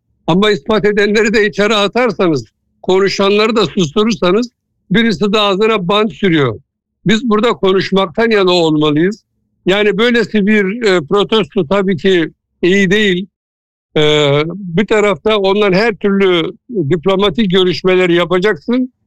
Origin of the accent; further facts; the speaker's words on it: Adana, Turkey; moved away as an adult; Ben şahsi bir Adanalı olarak şöyle söylüyorum.